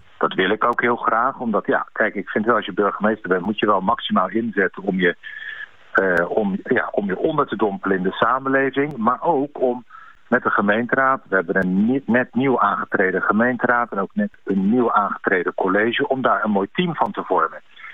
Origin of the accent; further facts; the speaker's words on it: Rotterdam, South Holland, Netherlands; accent: Rotterdam; Nou ja, ik ben zo ontzettend nieuwsgierig of mijn Rotterdamse accent een beetje bijgeschaafd wordt komende maanden.